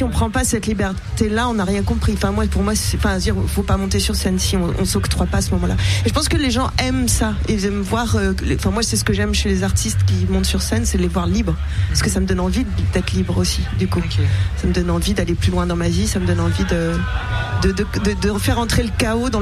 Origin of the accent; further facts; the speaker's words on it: France; born there; moved away as an adult; also born or lived in London; now in Paris, France; je suis née en France, mais en fait à 20 ans, qui a besoin de tournage, je suis partie parce qu'à l'époque il n'y avait pas le Brexit en Angleterre, et j'ai pris mes valises et des instruments, et on est parti à deux avec … voiture à Londres, et on y a vécu 13 ans.